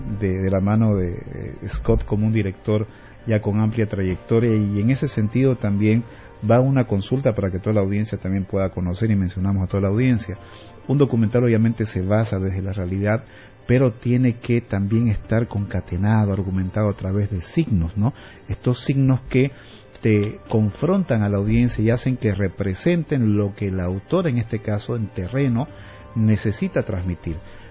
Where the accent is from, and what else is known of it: Bolivia